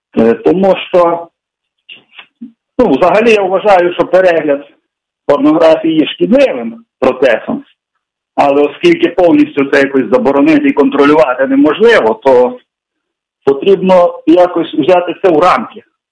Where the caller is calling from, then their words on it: Ivano-Frankivsk Oblast, Ukraine; я з Івано-Франківщини.